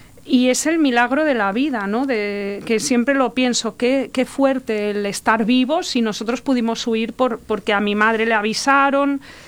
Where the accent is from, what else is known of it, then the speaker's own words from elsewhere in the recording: Buenos Aires, Argentina; born there; moved away; Entonces, yo nací en Buenos Aires y salí como mucha gente y gracias a que mis padres salieron antes de que los agarraran en la época de la dictadura.